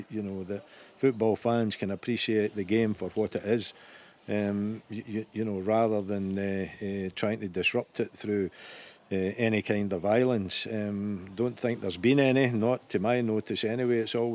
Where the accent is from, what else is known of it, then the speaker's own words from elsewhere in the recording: Scotland, United Kingdom; as Scottish fans.